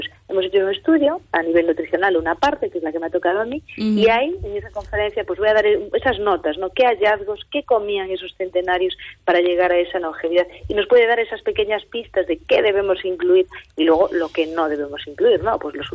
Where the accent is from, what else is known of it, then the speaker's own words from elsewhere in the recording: Ourense, Galicia, Spain; siendo gallegos y siendo orense